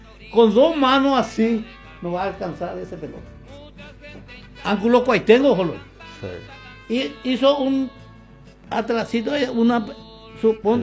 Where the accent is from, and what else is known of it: Paraguay